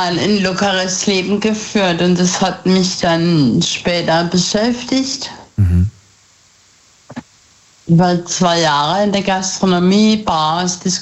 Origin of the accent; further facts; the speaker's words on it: Rastatt, Baden-Württemberg, Germany; Aus Rastatt.